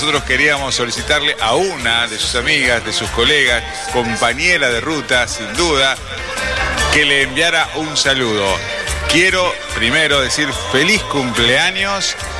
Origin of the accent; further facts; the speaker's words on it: General Pico, La Pampa, Argentina; Estas son voces de mi tierra, son voces de la ciudad de General Pico, de la provincia de La Pampa.